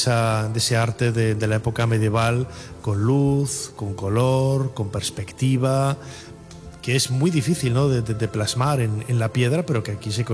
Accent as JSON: {"language": "Spanish", "town": "Valladolid", "region": "Castile and León", "country": "Spain", "tie": "born or raised there", "said": "Es que yo crecí en Valladolid, lo conozco muy bien."}